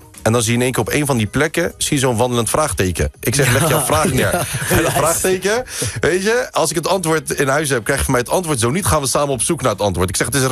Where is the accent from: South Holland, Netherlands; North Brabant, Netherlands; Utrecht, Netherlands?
South Holland, Netherlands; Wateringen; geboren en getogen in het Westland, in Wateringen. En toen was het nog niet eens gemeente Westland, het was gemeente Wateringen.